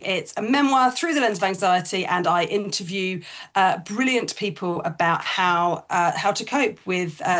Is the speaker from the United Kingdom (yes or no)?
yes; United Kingdom; I hate doing the plugging thing because I'm British and we don't like doing